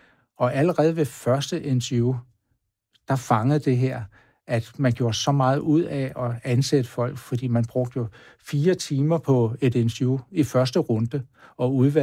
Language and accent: Danish; Ry, Central Denmark Region, Denmark; min skolegang i Midtjylland Ry, hvor jeg voksede op.